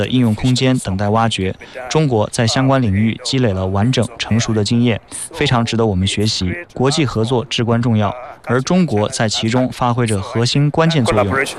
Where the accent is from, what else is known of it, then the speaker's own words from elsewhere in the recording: Kenya; 我的家乡肯尼亚更是如此。